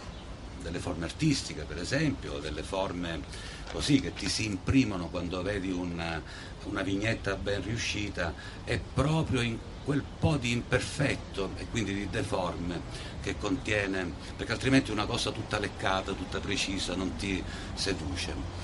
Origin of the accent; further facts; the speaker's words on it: Messina, Sicily, Italy; io sono di Messina, no? E si dice dei messinesi che siano buddaci.